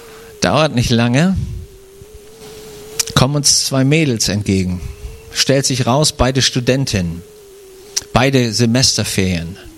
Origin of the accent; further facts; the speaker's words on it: Weikersheim, Baden-Württemberg, Germany; Ich komme aus Weikersheim. Das ist, wenn man Richtung Würzburg denkt, Taubertal runterfährt